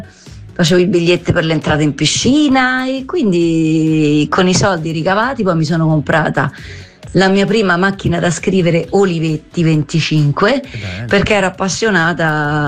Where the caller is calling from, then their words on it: Rome, Lazio, Italy